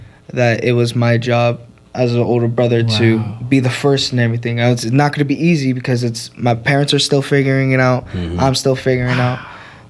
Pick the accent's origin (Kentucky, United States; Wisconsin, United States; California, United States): California, United States; Corona; also born or lived in Downey, California; born and raised, I was born in Downey, but I was raised in Corona.